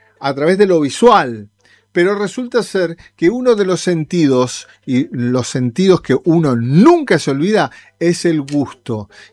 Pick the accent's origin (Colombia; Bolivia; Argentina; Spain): Argentina; Misiones; lo tenemos nosotros, los misioneros